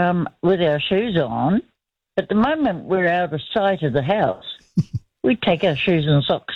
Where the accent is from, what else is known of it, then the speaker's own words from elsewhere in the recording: New Zealand; I'm a Kiwi kid.